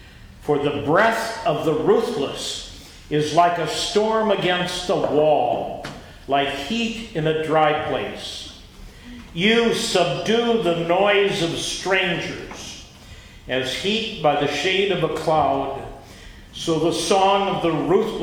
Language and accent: English; Waverly, Iowa, United States; now in Minnesota, United States; When I grew up in Waverly, we never talked about Iowa nice.